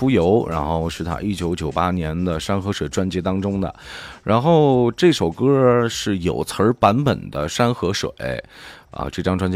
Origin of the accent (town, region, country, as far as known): China